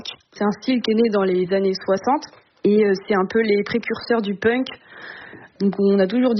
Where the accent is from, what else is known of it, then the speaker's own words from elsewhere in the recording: Pays de la Loire, France; Alors on a tous 24 ans, on vient de Vendée, de la côte, vers Saint-Gilles-Croix-de-Vie, Noirmoutier.